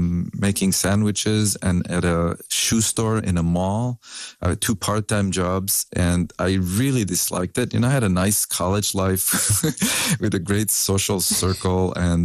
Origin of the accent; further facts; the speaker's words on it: Lebanon; English is a second language; moved away; I grew up in Lebanon. I was literally 8 years old when the civil war started there.